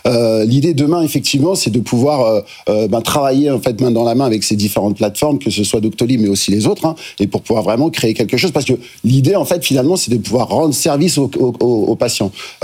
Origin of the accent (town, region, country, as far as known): Lyon, Auvergne-Rhône-Alpes, France